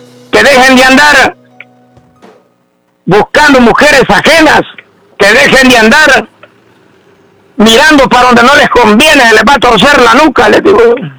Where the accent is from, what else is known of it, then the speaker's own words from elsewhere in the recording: El Salvador; accent: Salvadoran; now in United States; Soy un campesano, un campesino, imagínese. Llegué a los Estados Unidos y todavía tengo el acento de allá de mi país. Todavía me identifico como salvadoreño, ya no le hablo mexicano, ya no le hablo caliche mexicano, ya no le hablo caliche puertorriqueño, no le hablo caliche cubano